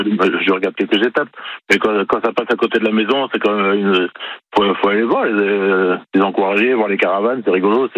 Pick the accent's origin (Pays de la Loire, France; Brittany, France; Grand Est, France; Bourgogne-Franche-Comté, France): Brittany, France; moved away; quand j'étais gosse chez mes parents en Bretagne, parce que je suis breton.